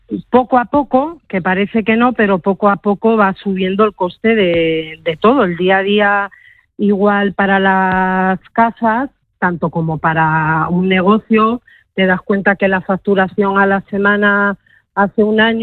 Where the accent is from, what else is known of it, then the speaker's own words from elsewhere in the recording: Gijón, Asturias, Spain; now in Toledo, Spain; yo ya cuando soy la pequeña de los tres, y yo nací en La Calzada, viví dos años en la Calzada, no tengo muchos recuerdos